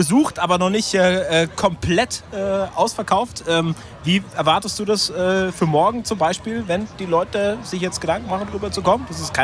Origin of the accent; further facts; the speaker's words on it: Germany; now in Switzerland; Also als Deutscher